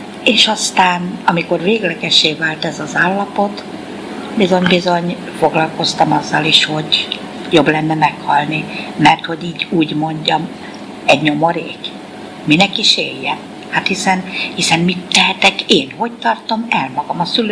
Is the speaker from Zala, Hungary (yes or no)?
yes; Zala, Hungary; now in Budapest, Hungary; Egy zalai kisfaluban, Zalabérbagykon éltem, de Zala-Szentgyörgyön születtem. Most már Szentgyörgyvölgy, az Őrségben található ez a kisfalu.